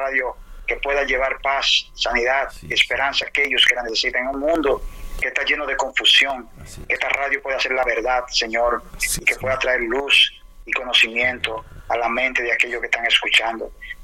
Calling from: Rome, Lazio, Italy; Estoy pastoreando en Roma, Italia, para todo el mundo.

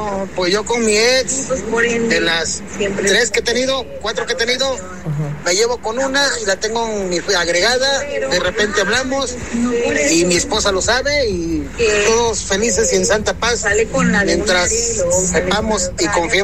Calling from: Saltillo, Coahuila, Mexico; yo vivo en Saltillo

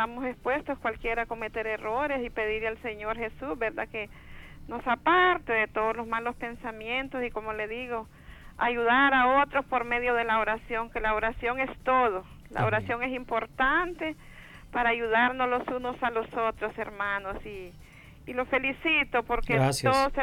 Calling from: Suyapa, Francisco Morazán, Honduras; De aquí, de la aldea de Suyapa.

